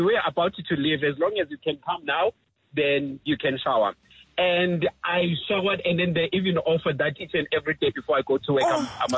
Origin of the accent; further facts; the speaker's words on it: KwaZulu-Natal, South Africa; now in Lone Hill, South Africa; We grew up in the rural areas in KZN